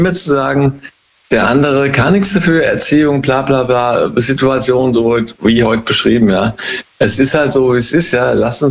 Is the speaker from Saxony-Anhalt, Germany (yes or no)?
no; Hesse, Germany; Hey, aus dem Rheingau immer noch.